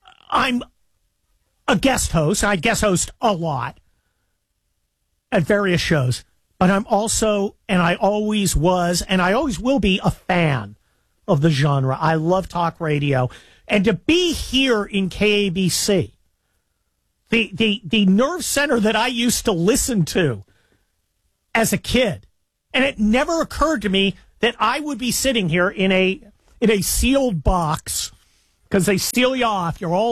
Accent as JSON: {"language": "English", "region": "California", "country": "United States", "tie": "born or raised there", "said": "So when I was living up near San Francisco, I grew up in San Mateo County, right near where Greg Gutfeld grew up"}